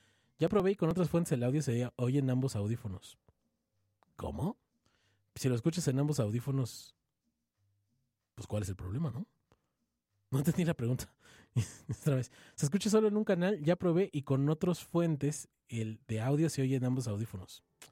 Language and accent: Spanish; Mexico